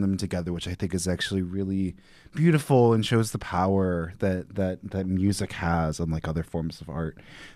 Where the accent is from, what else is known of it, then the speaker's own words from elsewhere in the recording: Portland, Oregon, United States; now in New Jersey, United States; I'm from Portland